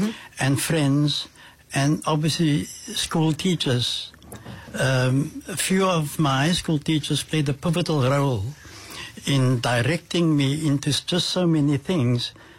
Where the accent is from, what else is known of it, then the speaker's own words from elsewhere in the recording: Cape Town, Western Cape, South Africa; moved away as an adult; also born or lived in England; I grew up in an area called Black River, very close to the Red Cross Hospital. So I was born there, and that's where I spent most of my life until the age of about 21, when I then left for England